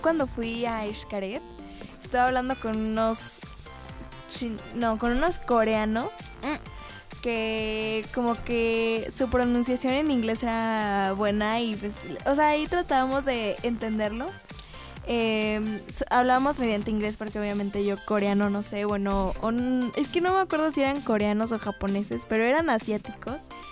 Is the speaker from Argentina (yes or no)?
no; Veracruz, Mexico; sí soy de México, pero soy de Veracruz, de otro lugar de México, no soy de aquí de Cancún.